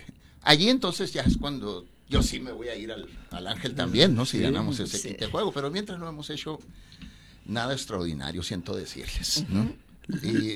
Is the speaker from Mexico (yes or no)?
yes; Mexico; La ¿cómo somos los mexicanos? La idiosincrasia, ¿no?